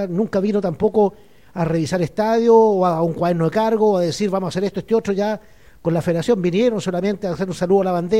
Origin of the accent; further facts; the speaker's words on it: Valparaíso, Chile; Nosotros somos porteños, tú, Ricardo, y también playanchino